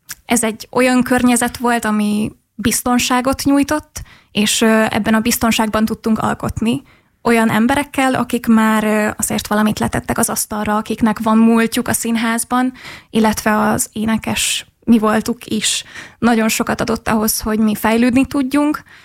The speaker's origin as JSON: {"language": "Hungarian", "town": "Vonyarcvashegy", "region": "Zala", "country": "Hungary", "tie": "born or raised there", "said": "én vonyarcvashegyi származású vagyok."}